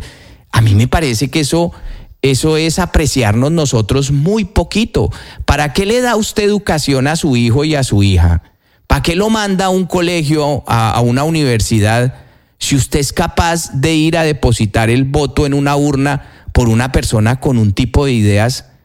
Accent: Colombia; moved away; no vivo en Colombia. Yo aquí tengo mi vida hecha.

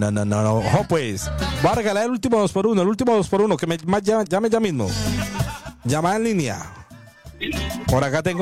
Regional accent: Pereira, Risaralda, Colombia; moved away; soy de Pereira.

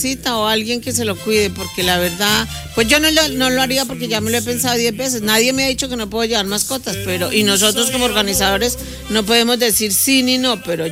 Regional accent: Colombia; yo soy colombiana

